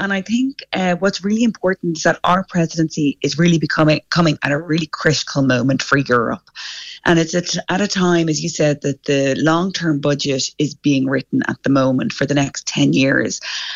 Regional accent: Ireland

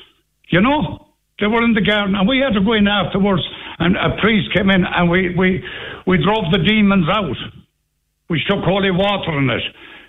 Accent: Ireland; and then we as Irish people, regardless of religion, will...

